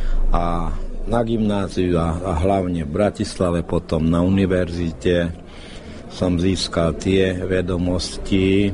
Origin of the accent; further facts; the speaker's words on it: Hungary; A keď som povedal, že ja som Slovák z Maďarska, to tam mnohí veľmi ťažko chápali, že kto je to.